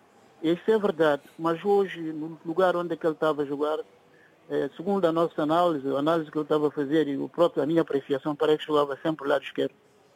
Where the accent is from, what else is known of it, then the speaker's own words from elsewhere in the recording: Guinea-Bissau; portanto eu não sou português, sou guinense, mas sentimos na pele porque nós somos da colónia portuguesa.